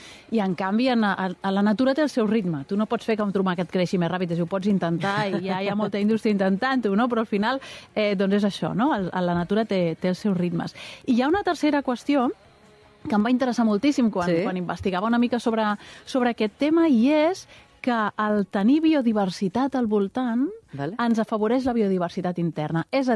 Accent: Barcelona, Catalonia, Spain; jo he crescut a Barcelona

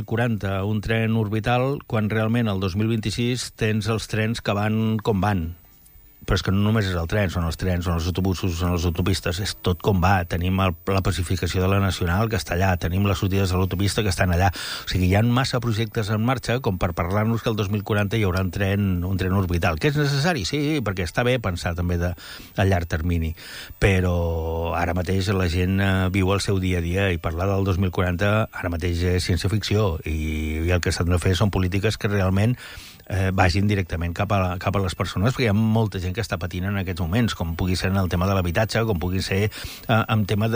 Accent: Premià, Catalonia, Spain; persones que som de Premià, que han sigut de Premià

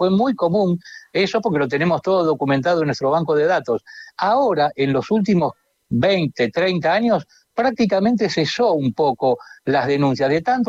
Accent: Argentina

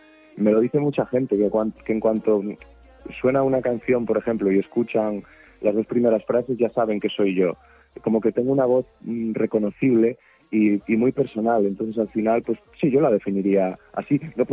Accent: Galicia, Spain; Galicia, evidentemente estará en el mapa, que es mi tierra.

